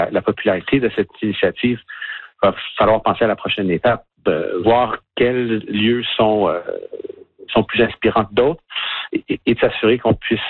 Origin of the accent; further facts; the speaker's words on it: Canada; puisqu'on est Canadien